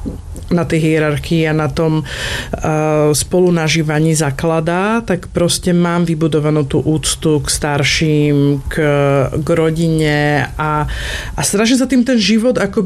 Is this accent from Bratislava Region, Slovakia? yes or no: yes; Bratislava, Bratislava Region, Slovakia; som vyrastala v Bratislave v 90. rokoch